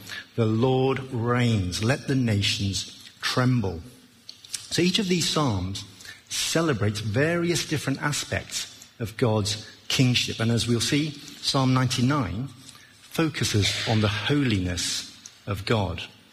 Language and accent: English; England, United Kingdom; To my horror, as a British tourist, I discover that not everyone follows our hallowed tradition of forming an orderly queue.